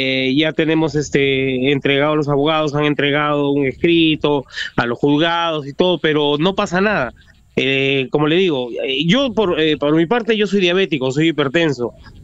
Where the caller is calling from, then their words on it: Lima, Peru; yo estoy llamando desde Cercado de Lima, Avenida Uruguay 191 en el Cercado.